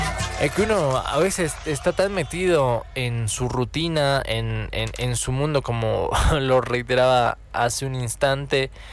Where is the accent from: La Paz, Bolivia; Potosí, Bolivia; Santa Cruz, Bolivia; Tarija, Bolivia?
La Paz, Bolivia; Eso es propio de un paseño. Me animo a decirlo. El que busquemos el regate, el que regateemos, el que querramos bajar los precios.